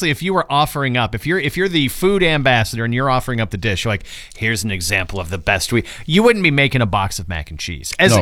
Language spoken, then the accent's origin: English; United States; I'm an American